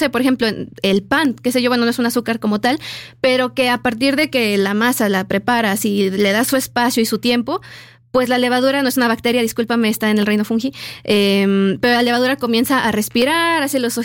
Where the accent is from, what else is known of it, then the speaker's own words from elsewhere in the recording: León, Guanajuato, Mexico; León, porque yo soy de León, Guanajuato.